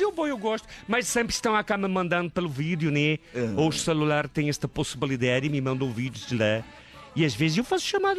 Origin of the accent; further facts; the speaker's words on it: Portugal; now in Brazil; Saudade da minha terra. Preciso que então, uns 5 anos ou mais para pá.